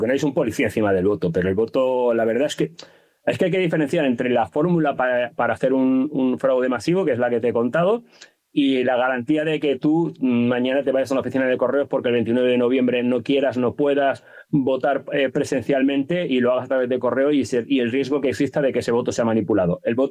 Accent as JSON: {"language": "Spanish", "region": "Andalusia", "country": "Spain"}